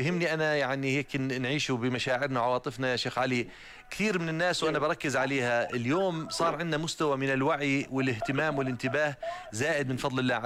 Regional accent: Jordan; الحج عندنا في الأردن

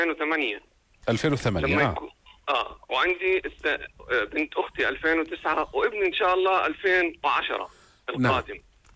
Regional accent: Jordan

